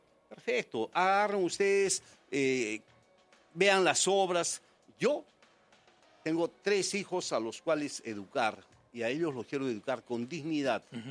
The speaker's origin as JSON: {"language": "Spanish", "region": "Arequipa", "country": "Peru", "said": "En Arequipa, en mi pueblo, es el Valle de Sigo."}